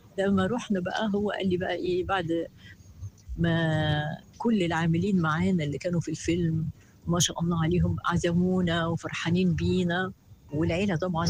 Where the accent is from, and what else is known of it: Cairo, Cairo Governorate, Egypt